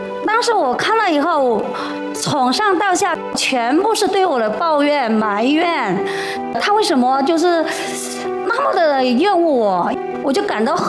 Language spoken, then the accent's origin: Chinese; Yichang, Hubei, China; 我们宜昌那边不是有一个烤火的桌子吗